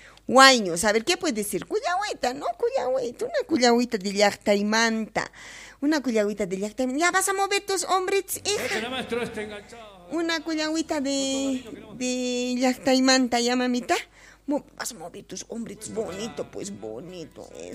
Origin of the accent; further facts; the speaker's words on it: Bolivia; Donde vayamos, ¿de dónde eres? De Bolivia.